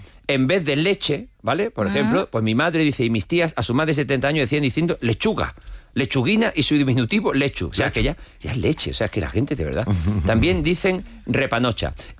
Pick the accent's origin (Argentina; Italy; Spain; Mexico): Spain; Los Navalucillos, Castilla-La Mancha; De mi pueblo, decía, los navalucillos en Toledo son más bien insultos